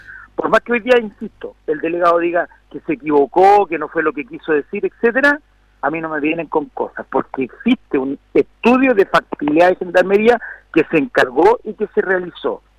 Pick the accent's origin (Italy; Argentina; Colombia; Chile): Chile; Los Andes Province, Valparaíso; soy el representante de Los Andes, yo soy andino neto.